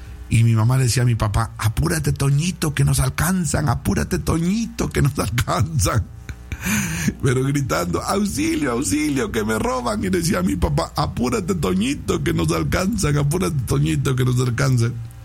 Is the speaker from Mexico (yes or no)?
yes; La Peña Colorada, Mexico; moved away; la Peña Colorada, donde yo soy, donde yo nací en un pueblito que se llama La Peña Colorada, es allá, un pueblito, eso sí, tiene un río y ahora tiene una laguna, tiene río, tiene, nunca he estado ahí en esa laguna, pero tiene un río.